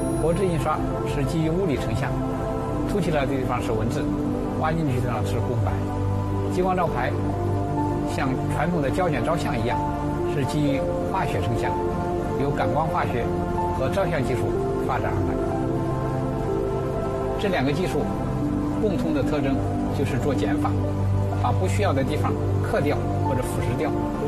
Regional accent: China; 我们中国人

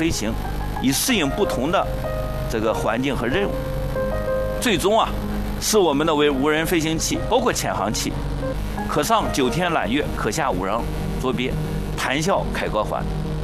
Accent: China

